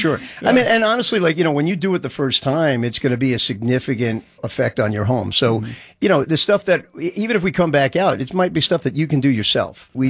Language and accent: English; New Jersey, United States; also born or lived in Brooklyn; If you can't tell, I'm from Jersey. I was born in Brooklyn. I went to school out in Michigan, University of Michigan.